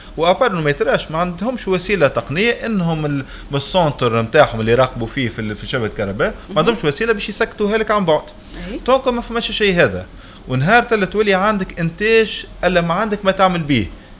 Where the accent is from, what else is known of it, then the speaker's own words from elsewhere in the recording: Tunisia; نحن في تونس